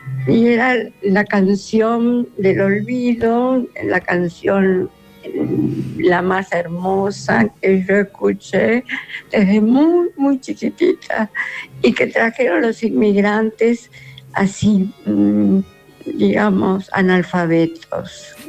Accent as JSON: {"language": "Spanish", "town": "Parque Chas", "region": "Buenos Aires", "country": "Argentina"}